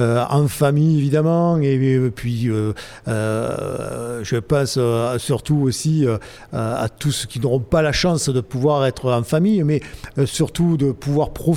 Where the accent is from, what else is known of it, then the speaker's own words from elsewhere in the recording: Limoux, Occitanie, France; ma région natale, qui est Limoux